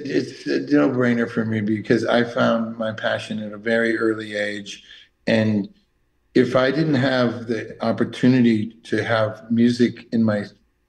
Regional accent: Bloomington, Minnesota, United States; also born or lived in Richfield; I was born in Bloomington. Lived in Richfield, used to hear them announce the baseball players' names from the outdoor baseball stadium there.

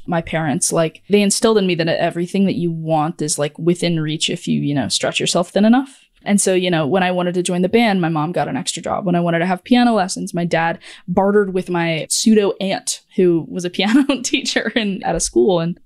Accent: Granite City, Illinois, United States; Yes, I grew up in Granite City. It's right outside of St. Louis. And so usually I just say like, oh yeah, I'm from St. Louis, because if I say Illinois, people think either corn or Chicago.

